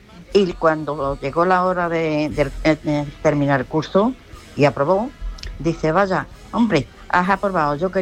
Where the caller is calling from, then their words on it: Alcalá, Spain; de Alcalá.